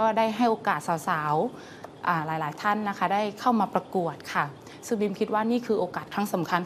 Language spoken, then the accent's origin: Thai; Nakhon Si Thammarat, Thailand; ในฐานะที่เราเป็นคนจังหวัดนครศรีธรรมราชค่ะ